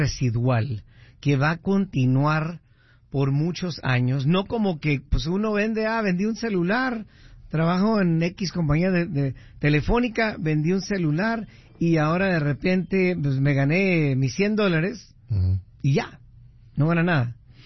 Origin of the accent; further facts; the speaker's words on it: Huntington Park, California, United States; also born or lived in East Los Angeles; now in Las Vegas, United States; Nací en el este de Los Ángeles, pero crecí en Huntington Park. Y saludos para toda mi raza por ahí.